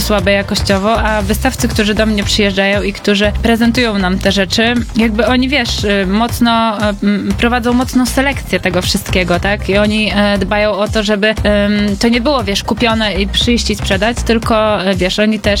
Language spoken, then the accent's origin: Polish; Olsztyn, Warmian-Masurian Voivodeship, Poland; also born or lived in Warsaw; u nas w Olsztynie